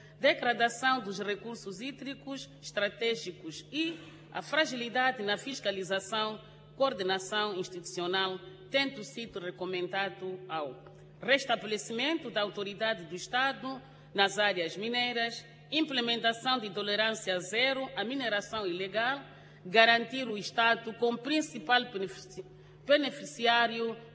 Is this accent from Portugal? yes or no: no; Mozambique; A nossa união e a nossa coesão como moçambicanos são os nossos maiores ativos.